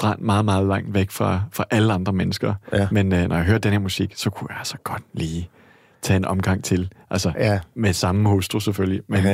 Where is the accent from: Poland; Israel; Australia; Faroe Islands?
Australia; now in Denmark; Og det første, jeg gjorde, da jeg var kommet fra Australien til Danmark, det var at tænke, der er simpelthen ikke nok bjerge og klipper og hav og bølger og sådan noget.